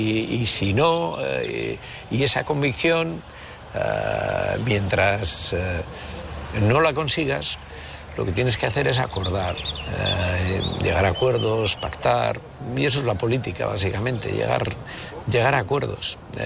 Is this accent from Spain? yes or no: yes; Bilbao, Basque Country, Spain; me llevaba de pequeño a ver en San Ignacio, Juan, en el barrio de San Ignacio, el equipo que luego jugué yo, el Bilbao Rugby Club.